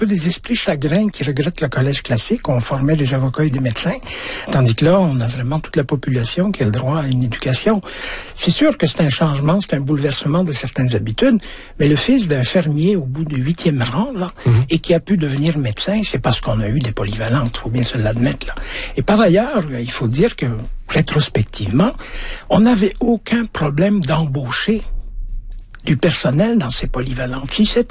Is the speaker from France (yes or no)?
no; Belgium; also born or lived in Africa; now in Quebec, Canada; j'ai grandi en Afrique et en Belgique, mais j'ai été éduqué au Québec